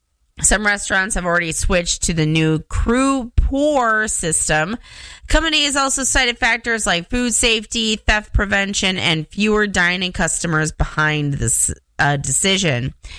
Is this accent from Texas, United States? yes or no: no; Cleveland, Ohio, United States; Because I'm from Cleveland. Cleveland, Ohio. We say pop. I don't say soda. I say pop.